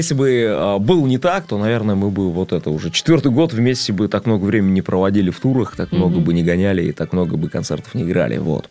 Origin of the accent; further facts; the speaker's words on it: Ryazan, Ryazan Oblast, Russia; чтобы тоже в моем родном городе вся эта движуха жила.